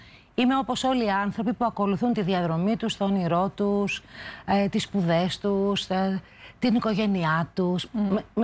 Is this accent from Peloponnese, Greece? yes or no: yes; Tripoli, Peloponnese, Greece; επειδή είμαι ορεινός τύπος, λέει, η καταγωγή μου και τα παιδικά μου χρόνια τα έζησα στην Τρίπολη.